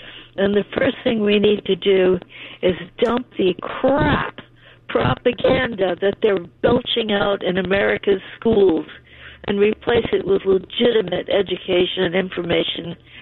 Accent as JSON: {"language": "English", "region": "New York", "country": "United States", "said": "I'm a New Yorker, we saw this communist guy just be elected mayor."}